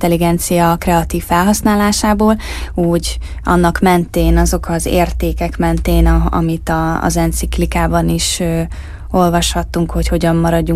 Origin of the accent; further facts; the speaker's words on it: Hungary; ezt én nyilván tudom magyarként